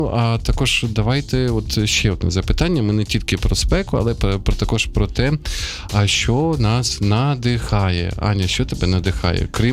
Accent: Sumy, Sumy Oblast, Ukraine; в Сумах ми в моєму рідному місті

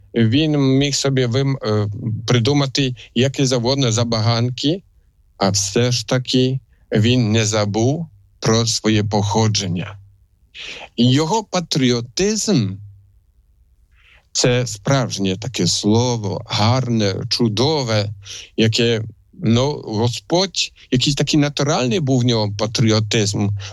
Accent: Poland; now in Ukraine; хоч я сам поляк

